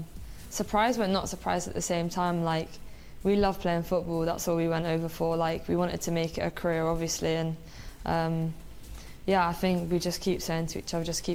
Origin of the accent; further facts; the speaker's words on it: Guernsey; moved away; Grew up in Guernsey, in the Channel Islands. It was cool. Really cool. I think very different from living in England. Lots of beaches, lots of football pitches, but that's about it.